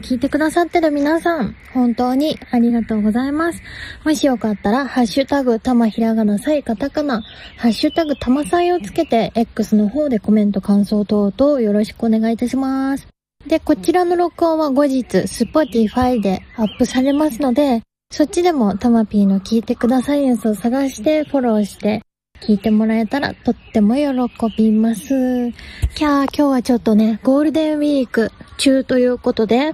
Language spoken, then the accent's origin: Japanese; Tochigi, Japan; 4月5日栃木県佐野市、地元の栃木県でやりましたお花火ライブの様子をここからお聞きください。